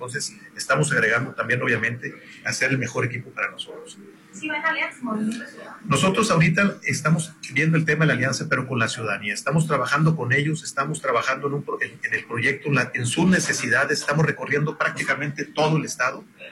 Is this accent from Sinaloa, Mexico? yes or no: yes; Sinaloa, Mexico; Yo primero que todo soy sinaloense, yo estoy por mi estado, obviamente.